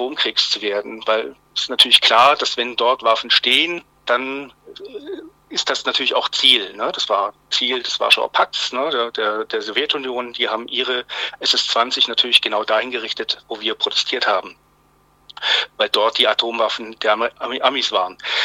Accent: Baden-Württemberg, Germany; moved away as an adult; also born or lived in Frankfurt am Main / Berlin; now in Moscow, Russia; Ich bin 69 geboren. Ich bin gebürtiger Schwabe eigentlich. Meine Eltern sind allerdings keine Schwaben. Daher ein gespaltenes Verhältnis zum Schwäbischen. Meine Eltern sind aus der DDR.

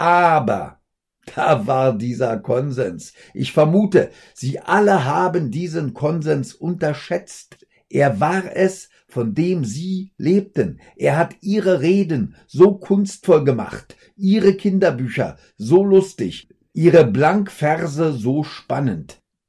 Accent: West Berlin, Berlin, Germany

